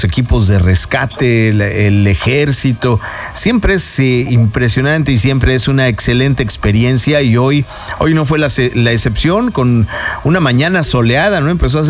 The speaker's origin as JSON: {"language": "Spanish", "country": "Mexico", "said": "Nos sentimos orgullosos, claro, de ser mexicanos, pues hay que demostrar que somos buenos mexicanos"}